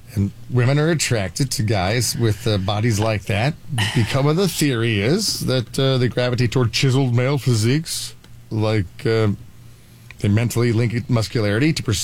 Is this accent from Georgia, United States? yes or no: yes; Atlanta, Georgia, United States; You know I'm from Atlanta, home of Georgia peaches.